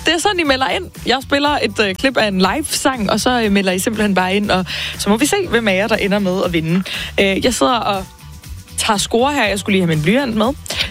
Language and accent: Danish; Viborg, Central Denmark Region, Denmark; jeg er fra Viborg.